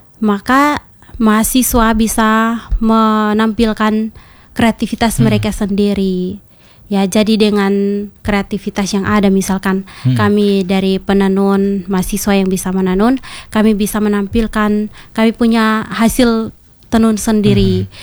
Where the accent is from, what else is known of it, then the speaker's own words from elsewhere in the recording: East Nusa Tenggara, Indonesia; kita ini orang TTS. Tanahnya memang kering.